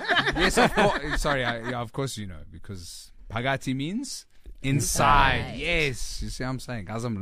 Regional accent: Liverpool, North West England, United Kingdom; Durban, because I'm straight from Liverpool.

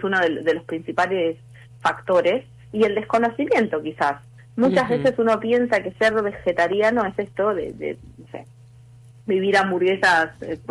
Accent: Argentina; Nosotros como argentinos, una reunión muchas veces implica alimentos de origen animal

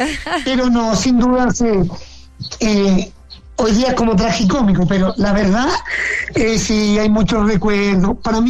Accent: Chile; porque pasaban muchas cosas por la cabeza de nosotros como mineros chilenos.

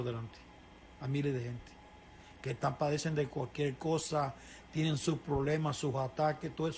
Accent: Cuba; Soy cubano. Llevo muchos años padeciendo de un dolor en mi boca de estómago. Ya a mis 65 años

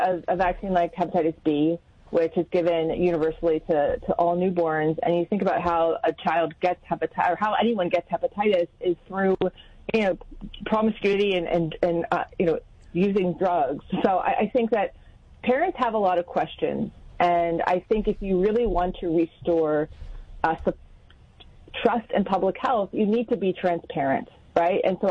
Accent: Pennsylvania, United States; as a mother, as a woman, as a someone who was born and bred in Pennsylvania.

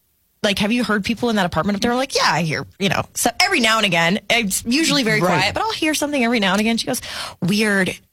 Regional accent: Arkansas, United States; now in Minnesota, United States; the house that I grew up in Arkansas is haunted.

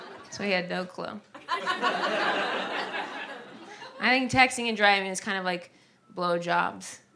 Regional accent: Ohio, United States; Whenever I'm home in Ohio, I'm from Ohio, so it's shocking. There's such a large amount of Ohioans here.

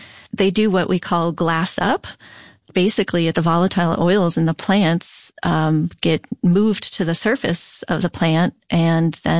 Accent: United States; I was born to Ukrainian immigrants who immigrated after World War II. As Ukrainian American kids, we all grew up at Ukrainian scouting camps

